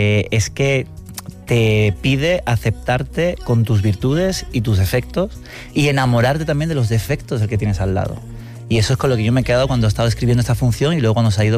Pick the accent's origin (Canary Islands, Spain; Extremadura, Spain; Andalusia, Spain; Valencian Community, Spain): Andalusia, Spain; Seville; pues soy de Sevilla